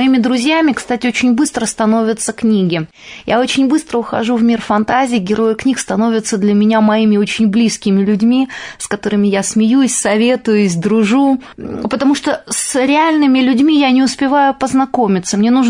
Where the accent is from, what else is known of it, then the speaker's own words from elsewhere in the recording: Bishkek, Kyrgyzstan; born there; Сначала я родилась во Фрунзе в семье офицера, кадрового офицера и учительницы.